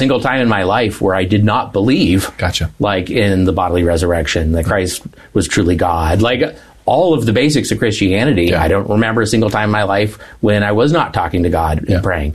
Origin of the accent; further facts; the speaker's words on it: Tucson, Arizona, United States; also born or lived in Santa Barbara, California; now in the South, United States; I grew up in Tucson, Arizona.